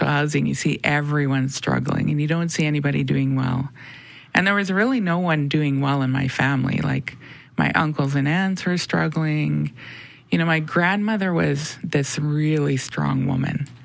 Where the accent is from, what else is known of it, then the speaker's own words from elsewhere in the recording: Winnipeg, Manitoba, Canada; I always knew I was Indigenous, you know, I always knew I was Métis. Growing up in the North End